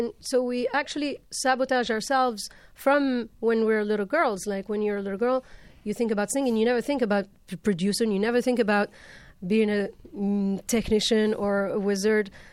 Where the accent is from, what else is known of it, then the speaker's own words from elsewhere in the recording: Tunisia; growing up in Tunisia